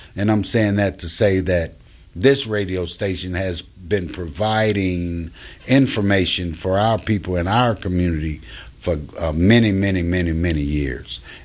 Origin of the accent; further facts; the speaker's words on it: Chicago, Illinois, United States; And I grew up in Chicago, traveled about, came back to Chicago